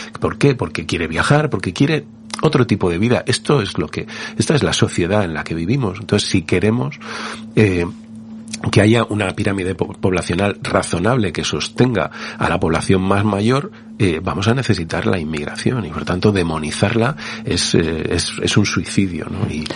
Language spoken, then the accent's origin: Spanish; Castile and León, Spain; Yo vengo de Castilla y León, que es una tierra en la que muere más gente de la que nace, mucha más gente de la que nace, en la que la pirámide poblacional está claramente invertida